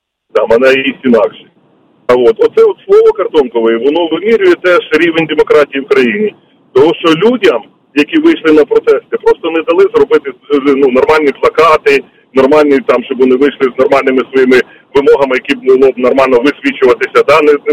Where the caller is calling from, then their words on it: Kyiv, Ukraine; я з Києва.